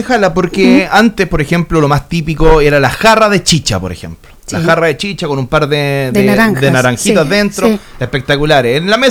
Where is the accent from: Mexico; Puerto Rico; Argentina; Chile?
Chile; a nosotros como chilenos, como cultura, nos llama la atención y nos gustan estos ritmos.